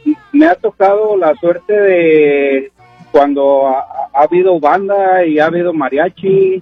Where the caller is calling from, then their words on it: Tacoma, Washington, United States; De aquí, de Tacoma, Washington.